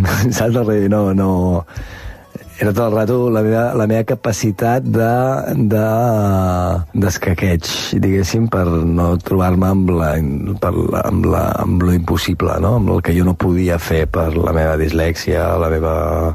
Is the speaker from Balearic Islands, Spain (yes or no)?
no; Verges, Catalonia, Spain; born or raised there